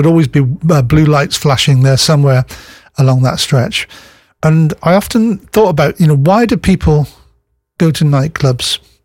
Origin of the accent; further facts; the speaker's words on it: Plymouth, South West England, United Kingdom; But I was born in Plymouth, so I'm a Janner. But I also, I've lived in Plymouth most of my life since I was 18.